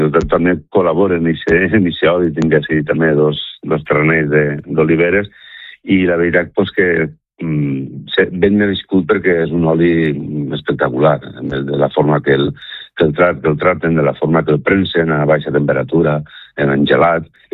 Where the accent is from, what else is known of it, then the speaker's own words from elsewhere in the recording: Nules, Valencian Community, Spain; now in Artana, Spain; soc de Nules i estimo l'agrair de ser de Nules